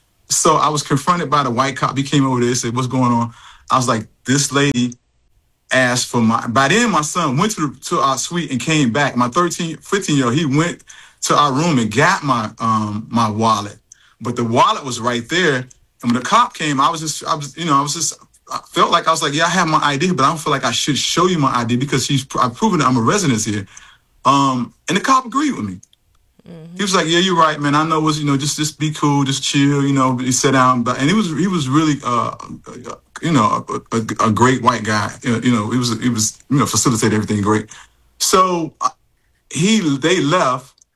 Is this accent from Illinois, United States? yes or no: yes; Chicago, Illinois, United States; moved away; But I grew up in Chicago, so I'm kind of used to it a little bit.